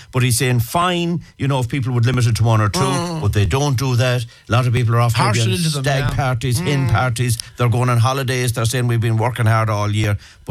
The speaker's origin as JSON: {"language": "English", "country": "Ireland", "said": "The worry now with corporation tax is that are we, as an Irish people and the Irish government, relying too heavy on it?"}